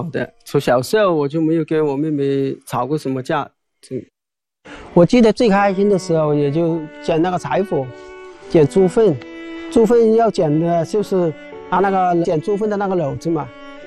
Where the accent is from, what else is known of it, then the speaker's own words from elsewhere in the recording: Jiangxi, China; 大家好，我来自江西南漳，我来这里寻找被我拆走的秘密。